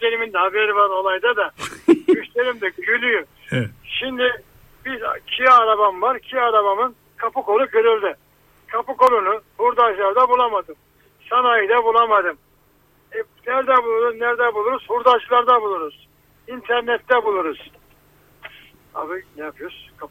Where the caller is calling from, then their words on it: Ankara, Turkey; Ben Ankara'dan